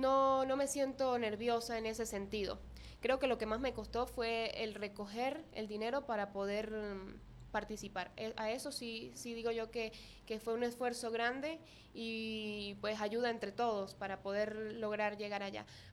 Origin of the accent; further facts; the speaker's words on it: Mérida, Venezuela; sobre todo acá a la emisora y a las personas de mi pueblo, como también quiero agradecerle a la gobernación del estado Mérida que me aportó con los pasajes